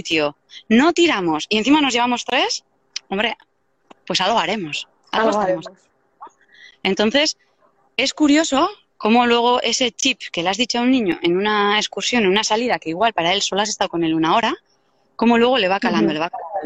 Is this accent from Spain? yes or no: yes; Deba, Basque Country, Spain; born there